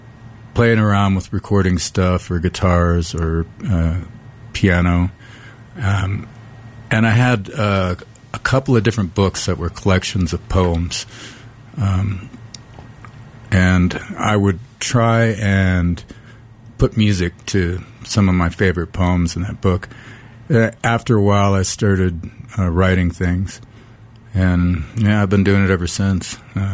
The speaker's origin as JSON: {"language": "English", "town": "Great Falls", "region": "Montana", "country": "United States", "tie": "born or raised there", "said": "I grew up in Montana, out on the plains outside of Great Falls. And my dad bought a house it was about a mile from the Missouri River. And it felt really secluded out there."}